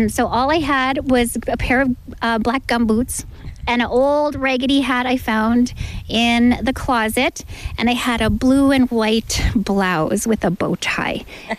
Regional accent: Kawacatoose Cree Nation, Saskatchewan, Canada; now in Tsuut'ina Nation, Canada; I'm originally from Kakawishtahau Cree Nation in Saskatc

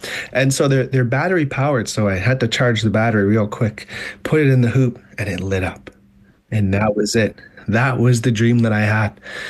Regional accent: Ottawa, Ontario, Canada; born or raised there

